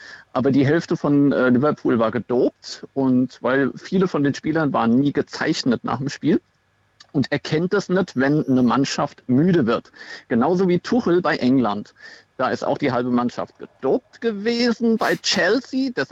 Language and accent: German; Mainz, Rhineland-Palatinate, Germany; Ja, ich bin aus Mainz.